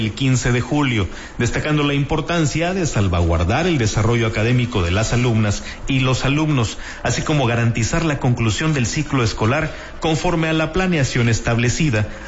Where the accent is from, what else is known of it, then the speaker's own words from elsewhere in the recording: Mexico; Pues, bueno, como mexicano y como padre de familia, mi conclusión es que el calendario por sí solo no va a arruinar ni va a salvar la educación mexicana.